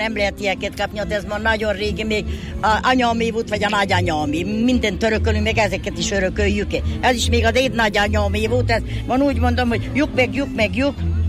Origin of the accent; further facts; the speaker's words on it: Buják, Nógrád, Hungary; Igen, igen, a Palócvidéken Bujákon.